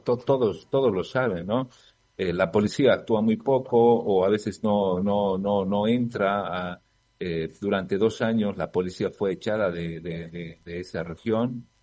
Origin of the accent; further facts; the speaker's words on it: Bolivia; Es muy anormal lo que sucede en mi país, en esa región.